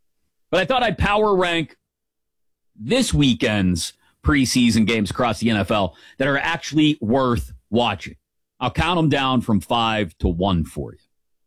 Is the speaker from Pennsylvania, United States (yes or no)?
yes; Pittsburgh, Pennsylvania, United States; I can say it like that because I'm from Pittsburgh originally and you're not.